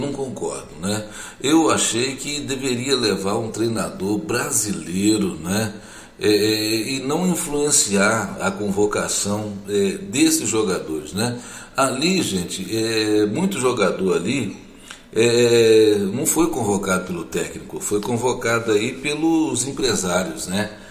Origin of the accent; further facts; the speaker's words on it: Brazil; nós somos brasileiros